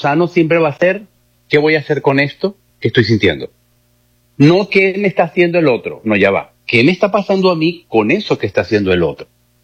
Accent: Venezuela; now in Mexico City, Mexico; de mi acento, que si soy venezolano

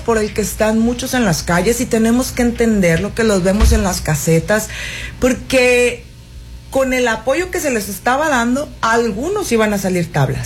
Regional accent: Sinaloa, Mexico; también aquí en Sinaloa

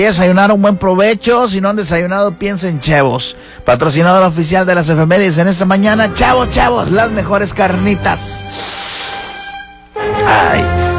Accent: Sinaloa, Mexico; Somos capaces los sinaloenses de también estarlo celebrando

